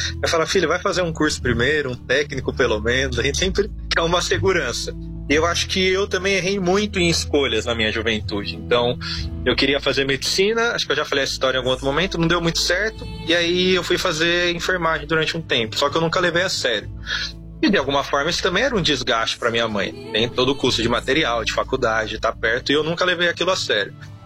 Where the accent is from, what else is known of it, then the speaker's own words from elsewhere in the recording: São Paulo, Brazil; E o que eu falo pras pessoas eu vim de São Paulo.